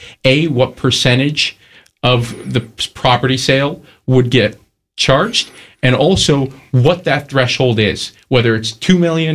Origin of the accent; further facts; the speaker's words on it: Cape Cod, Massachusetts, United States; when I was born on Cape Cod in the year 2000